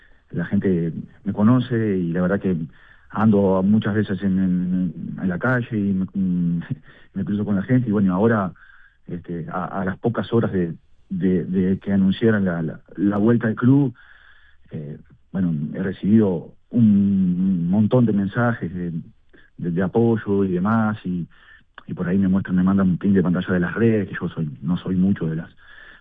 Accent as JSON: {"language": "Spanish", "country": "Uruguay", "moved": "yes", "said": "yo soy de Nolia con mucho orgullo."}